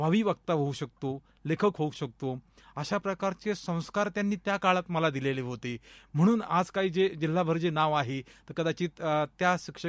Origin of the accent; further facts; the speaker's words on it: Karanji, Maharashtra, India; माझं बालपण करंजी म्हणून आहे, नगर पाथर्डी रोडवरती करंजी आहे. तिथून 3 किलोमीटरवरती गर्भगिरी डोंगररांगाच्या पायथ्याशी खंडोबाची वाडी म्हणून 1,000 लोकवस्तीचं गाव आहे. त्या ठिकाणी बालपण गेलं, ज्याला प्राथमिक शिक्षण तिथेच झालं.